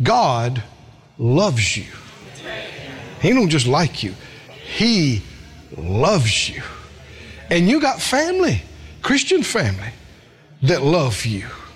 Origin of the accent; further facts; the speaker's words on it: the South, United States; accent: drawl; I've had people accuse my family because we're from the South.